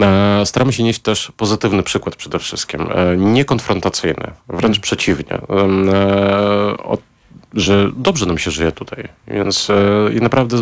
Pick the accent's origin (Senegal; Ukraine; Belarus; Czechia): Belarus; Polish is a second language; Tak, jest to pewne zamanifestowanie tego, że jestem Białorusinem, nie jestem częścią ruskiego miru.